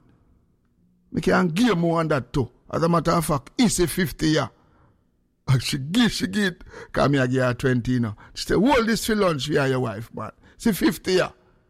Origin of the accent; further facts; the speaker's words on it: Jamaica; Especially when you're in a business as a Jamaican.